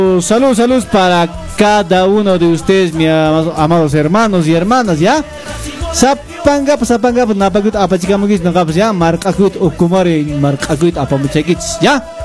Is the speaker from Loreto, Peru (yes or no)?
no; Puno, Peru; Soy de departamento de Puno, Carabaya.